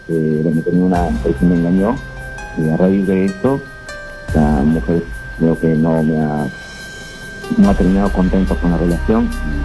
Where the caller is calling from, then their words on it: Lima, Peru; De San Juan de Origante.